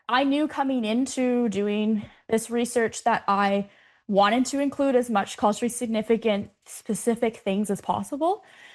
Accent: Ontario, Canada; born or raised there

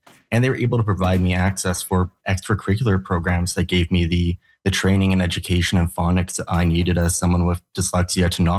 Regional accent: Canada; as a Canadian, I have a right to education.

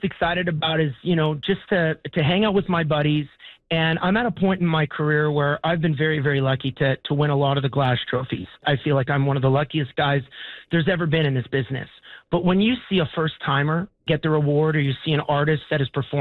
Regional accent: Alberta, Canada; because I'm from Alberta, we don't like this guy.

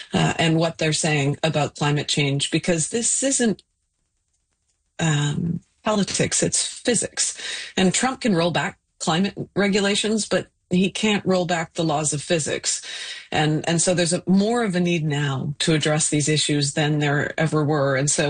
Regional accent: British Columbia, Canada; I'm, as a Canadian, embarrassed on international stages

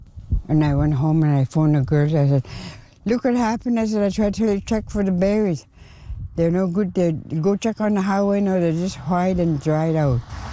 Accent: Reindeer Station, Northwest Territories, Canada; now in Inuvik, Canada; I'm from Reindeer Station, but I live in Inuvik now, and I've been here for a long time.

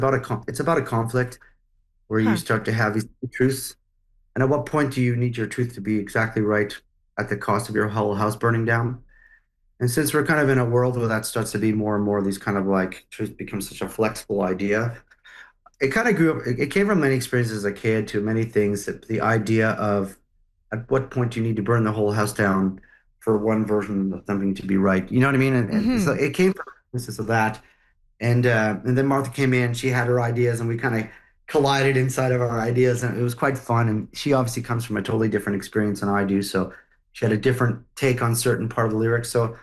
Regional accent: Montreal, Quebec, Canada; I grew up in Montreal, so I grew up being exposed

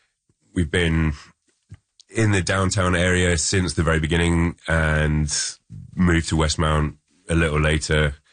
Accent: England, United Kingdom; moved away as an adult; So I came over here from England in 2005. And I was working in a school.

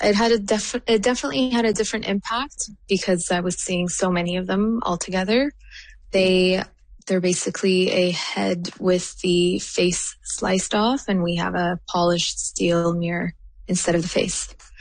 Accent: Canada; as a Palestinian and also as a Canadian

